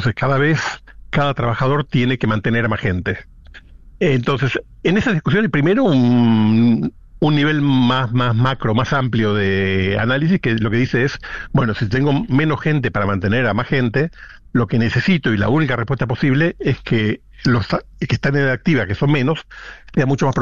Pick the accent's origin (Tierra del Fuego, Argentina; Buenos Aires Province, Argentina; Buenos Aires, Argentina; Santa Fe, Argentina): Santa Fe, Argentina; Rosario; born there; Cuando yo nací en Rosario hace 60 y pico de años